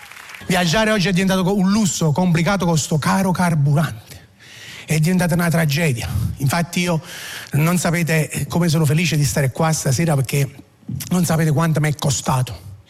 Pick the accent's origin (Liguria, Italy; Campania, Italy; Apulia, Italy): Campania, Italy; Naples; Io ricordo quando si faceva un mese di vacanza, da napoletano si andava in Calabria